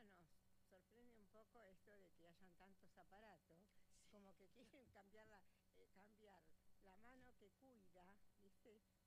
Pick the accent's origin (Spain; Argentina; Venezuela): Argentina; Picún Leufú, Neuquén; now in Neuquén, Argentina; Yo nací en Picunefú, que queda 140 kilómetros de acá.